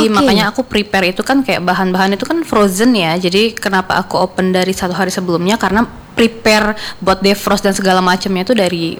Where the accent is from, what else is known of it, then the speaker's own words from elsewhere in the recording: South Kalimantan, Indonesia; moved away as an adult; now in Samarinda, Indonesia; pas masih di kampung aku, okay, di Kalsel tahun 2021.